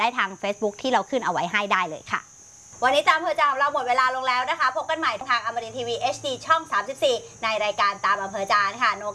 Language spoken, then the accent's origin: Thai; Southern Thailand, Thailand; ไม่ได้เราเป็นคนใต้